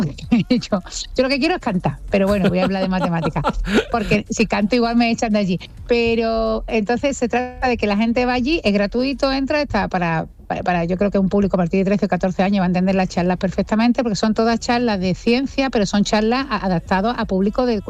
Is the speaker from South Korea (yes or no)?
yes; South Korea; Y soy de Corea